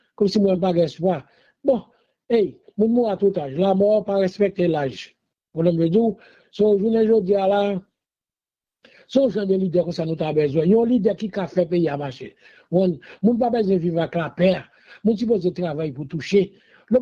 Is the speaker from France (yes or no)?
no; Valais, Switzerland; moi j'aime bien tibou, mais moi je suis du Valais.